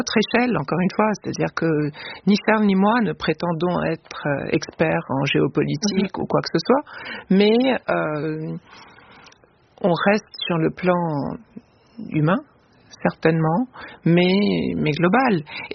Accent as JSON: {"language": "French", "country": "Lebanon", "said": "en tant que Libanaise"}